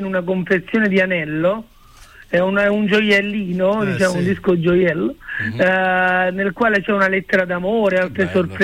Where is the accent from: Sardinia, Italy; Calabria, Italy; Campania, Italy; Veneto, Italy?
Campania, Italy; also born or lived in Seville; now in Milan, Italy; Sono del Cilento, sì, okay. Però vivo da tanti anni a Milano.